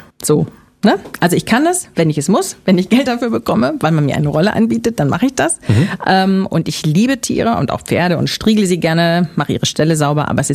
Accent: Berlin, Germany; Ja, ich bin ja Berliner.

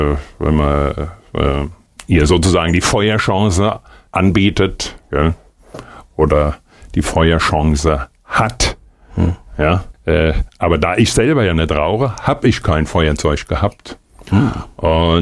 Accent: Hesse, Germany; Ich komme ja aus Hessen, da gibt es den Hessischen Rundfunk

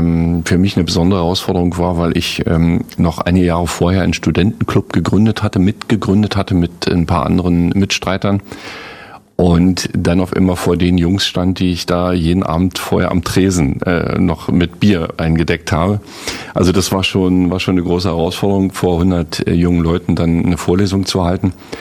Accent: Brandenburg, Germany; also born or lived in Lower Bavaria; wenn man als Brandenburger nach Niederbayern kommt, wird man ein bisschen komisch angeguckt. Das ist mir vor allem aufgefallen, als ich die Lohnsteuerkarte ausgefüllt habe und da stand dann Evangelie drin und das ist in Niederbayern doch eher unüblich.

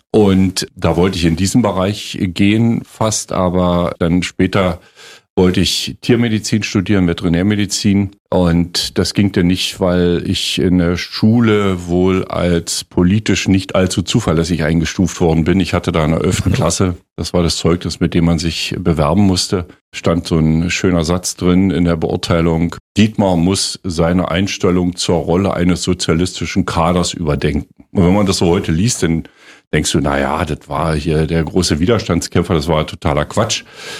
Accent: Naundorf, Brandenburg, Germany; Naundorf bei Forst, das ist mein Heimatdorf. Da wohnen so um die 100 Menschen.

